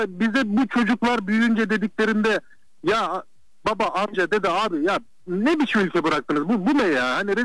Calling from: Bursa, Turkey; ben Bursa'dan.

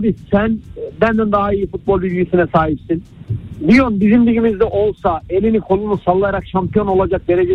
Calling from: Istanbul, Turkey; Selam aleyküm. Günaydın. Hayırlı cumalar. … ben İstanbul'dan.

